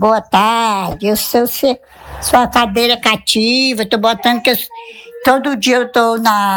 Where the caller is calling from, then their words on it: Coelho Neto, Maranhão, Brazil; Sou aqui de Coelho Neto.